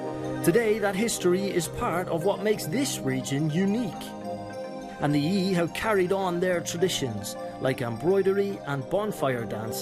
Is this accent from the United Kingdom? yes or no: no; Ireland; I come from Ireland, where every person knows about the 1916 Rising and Ireland's long struggle for independence from British colonial rule.